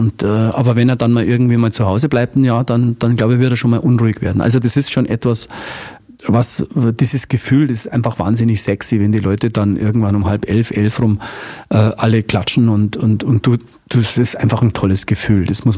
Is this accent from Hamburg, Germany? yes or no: no; Munich, Bavaria, Germany; aber da, wo ich herkomme, Münchner Hasenbergl, also der Norden des Münchens, das war sehr FC Bayern gebrandet